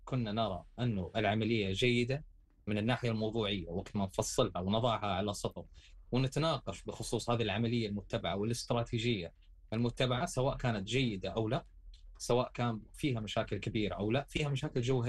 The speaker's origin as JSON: {"language": "Arabic", "country": "Saudi Arabia", "said": "اللي نشاهده إحنا عندنا في السعودية"}